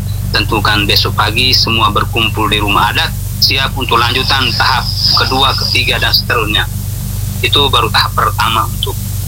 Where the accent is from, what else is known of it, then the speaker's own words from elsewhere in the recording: East Nusa Tenggara, Indonesia; kami orang Lamaholot khususnya Witiam Adonara